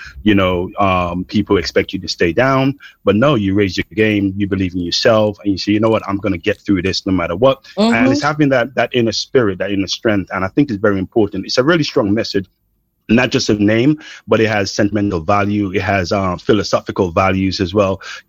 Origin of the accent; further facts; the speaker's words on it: Montserrat; now in United Kingdom; I came from Fairfield Trials, one of the places where the volcano, you know, made its mark and no longer available.